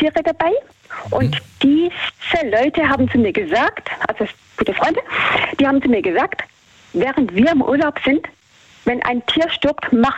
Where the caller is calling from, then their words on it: Baden-Württemberg, Germany; Kreis Böblingen Richtung Stuttgart.